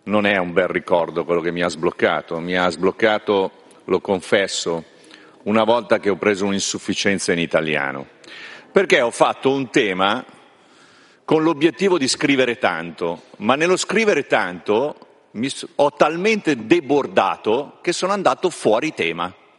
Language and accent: Italian; Brianza, Lombardy, Italy; io Brianzolo che fa parte della regione Lombardia